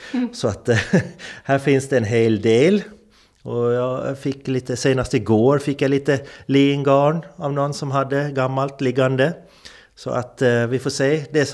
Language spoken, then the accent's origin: Swedish; Hemse, Gotland, Sweden; i Hemse där jag växte upp